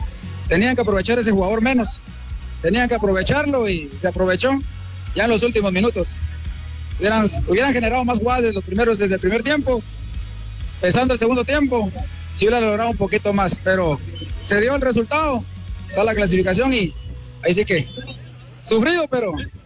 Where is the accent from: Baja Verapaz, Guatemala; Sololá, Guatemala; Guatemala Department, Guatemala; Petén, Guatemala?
Guatemala Department, Guatemala; sentimiento grande, chapín, ahí sí que guate, se lleva en el corazón.